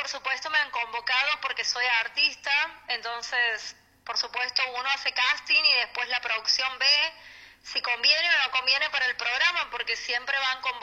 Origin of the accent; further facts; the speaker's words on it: Santiago del Estero, Argentina; accent: santiagueña tonada; now in Buenos Aires, Argentina; de dónde vengo, de Santiago del Estero, una santiagueña en Buenos Aires tratando de cumplir su sueño